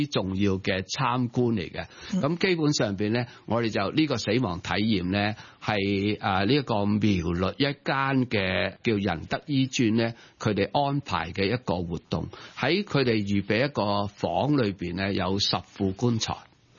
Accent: China; 不过我哋中国人就系平时都系咁样咧，太过吝啬啊，内敛自己呢种嘅表达啦

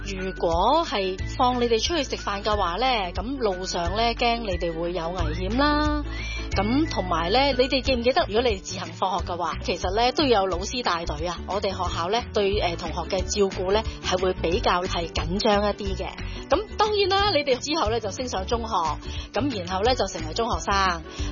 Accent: Yuen Long, New Territories, Hong Kong; 做一个我哋元朗传统嘅大盘菜

